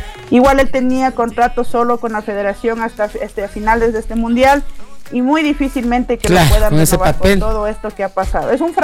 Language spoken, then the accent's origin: Spanish; Ecuador; somos todos ecuatorianos